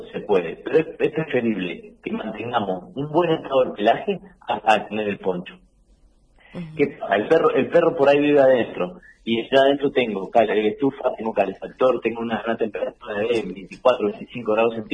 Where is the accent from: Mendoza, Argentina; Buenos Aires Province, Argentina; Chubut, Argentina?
Mendoza, Argentina; Real del Padre; Yo soy de Real del Padre.